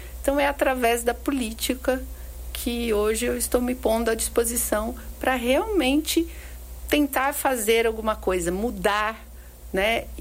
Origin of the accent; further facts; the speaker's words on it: São Carlos, São Paulo, Brazil; moved away; me traz de volta para São Carlos, né, assim, como uma possível alternativa, né, para minha cidade natal